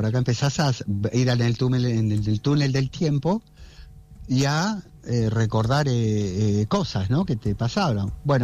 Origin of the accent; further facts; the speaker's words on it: Argentina; Pero como somos los argentinos